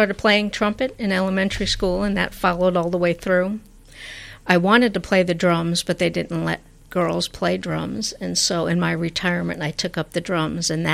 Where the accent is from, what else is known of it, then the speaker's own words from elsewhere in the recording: New York, United States; I'm from New York.